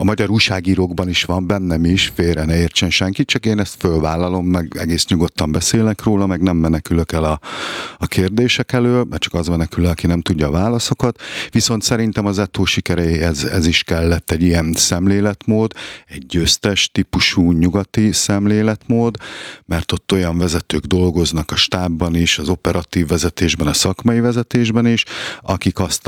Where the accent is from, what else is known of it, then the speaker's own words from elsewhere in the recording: Hungary; mi úgy nőttünk föl, hogy akkor kezdtek el légiósok futballozni Magyarországon a 90-es évek elején